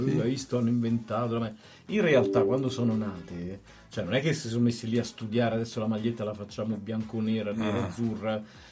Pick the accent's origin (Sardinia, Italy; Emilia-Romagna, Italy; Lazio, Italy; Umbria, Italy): Lazio, Italy; Rome; io e mia moglie siamo romani, quindi in casa comunichiamo in romano.